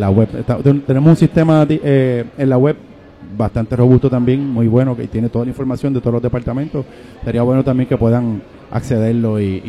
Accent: Barranquitas, Puerto Rico; Yo soy natural de Barranquita y allí está el 4 más grande de Puerto Rico

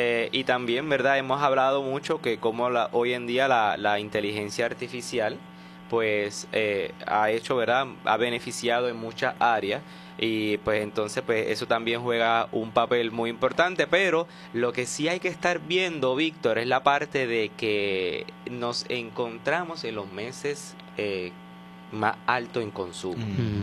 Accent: Puerto Rico; nosotros como puertorriqueños

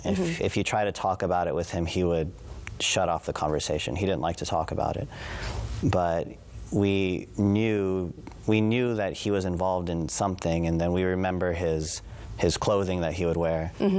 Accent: San Antonio, Texas, United States; where I grew up in San Antonio, there was a very big evangelical movement in the 90s.

